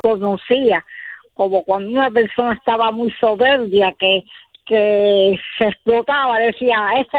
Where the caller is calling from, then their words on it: Havana, Cuba; yo no soy de Madruga, soy del Cerro.